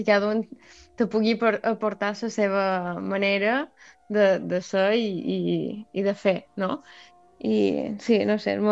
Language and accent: Catalan; Felanitx, Balearic Islands, Spain; i els altres tres són catalans, en Joan és de Reus, en Oriol d'Alcanar i en Xavi de Olesa de Montserrat i jo de Felanitx.